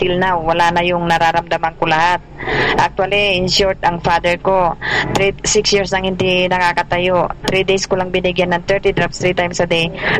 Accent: Malasiqui, Ilocos Region, Philippines

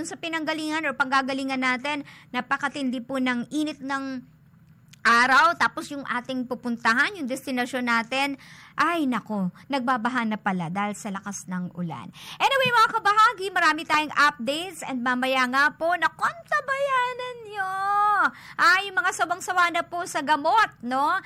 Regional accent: Caloocan, Metro Manila, Philippines; dyan sa amin sa Caloocan, no? I'm from South Caloocan.

